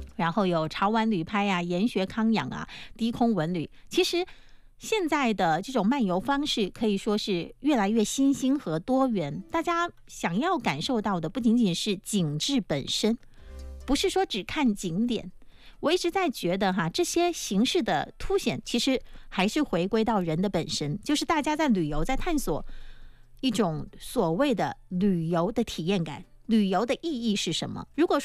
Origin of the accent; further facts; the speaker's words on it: Jinjiang, Fujian, China; 我们作为土生土长的晋江人